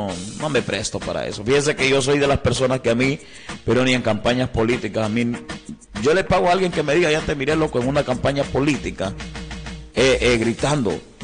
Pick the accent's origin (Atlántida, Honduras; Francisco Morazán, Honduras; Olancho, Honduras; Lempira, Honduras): Olancho, Honduras; moved away; donde yo vengo de Olancho